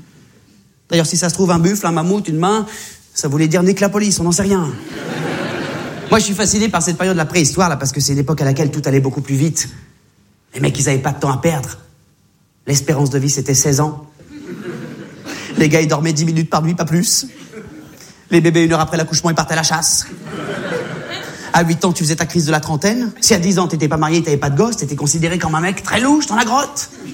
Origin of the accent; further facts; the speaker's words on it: Réunion, France; Ils sont vraiment à la cool, les flics chez nous. Attention, ça, c'est les flics de La Réunion.